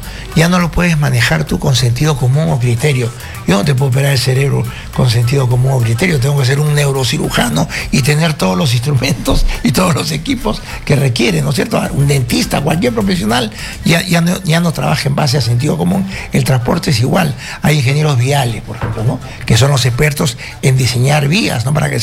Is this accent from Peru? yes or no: yes; Peru; Como peruanos, ¿por quién debemos votar?